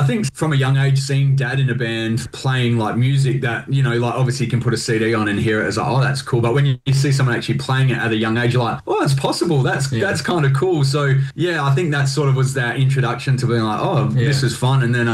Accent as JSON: {"language": "English", "town": "Collie", "region": "Western Australia", "country": "Australia", "tie": "born or raised there", "said": "Yeah, we're originally from Western Australia. We're born and raised in a town called Collie, which was about 2 hours south of Perth."}